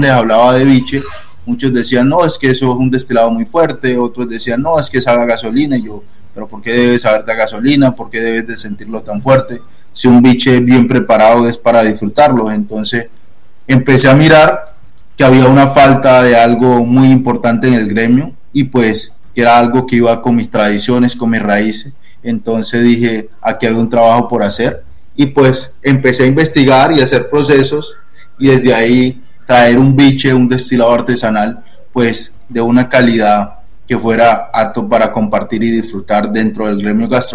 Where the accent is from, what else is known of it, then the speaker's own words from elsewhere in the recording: Roberto Payán, Nariño, Colombia; Sí, yo soy de Roberto Payán Nariño, eso es Pacífico Sur, ahí es pegado con Barbacoas, Tumaco y todo lo que es la vertiente del Telembí, Magüey Payán.